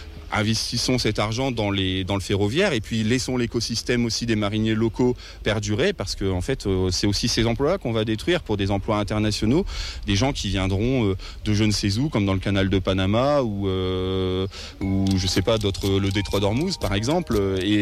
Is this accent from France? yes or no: yes; Oisy-le-Verger, Hauts-de-France, France; also born or lived in Douai; je suis né à Douai, mais j'ai fait de 6 ans à 22 ans Oisil-le-Verger, j'ai habité ici, donc je connais bien, c'est ma coin, comme on dit.